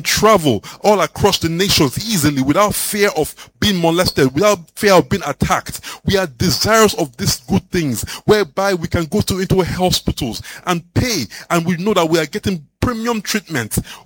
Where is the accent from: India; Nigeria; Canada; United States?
Nigeria